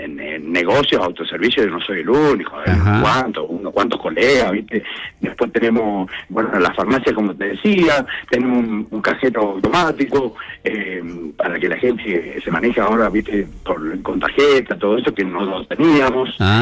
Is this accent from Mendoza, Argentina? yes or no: yes; Carmensa, Mendoza, Argentina; accent: Mendoza; Soy nacido y creo que voy a terminar acá mi día en Carmenza.